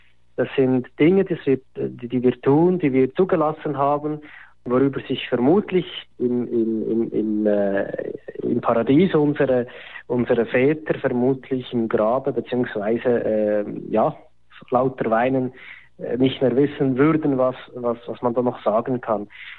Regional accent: Switzerland; Wir sagen zwar alle, wir sind Schweizer

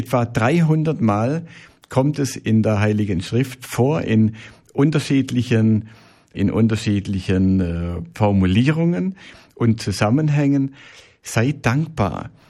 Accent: Swabia, Germany; Ich bin ja Schwabe und das weiß man wahrscheinlich auch in der Schweiz, dass die Schwaben dafür bekannt sind

